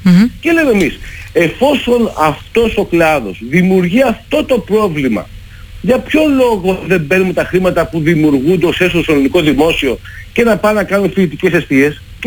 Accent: Greece

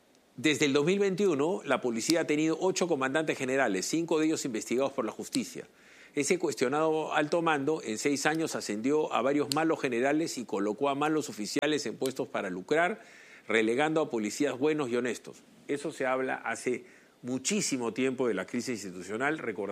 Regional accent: Peru; Además, yo voy a estar preocupado como ciudadano peruano que paga sus impuestos por las bajas que tengan los policías, los marinos.

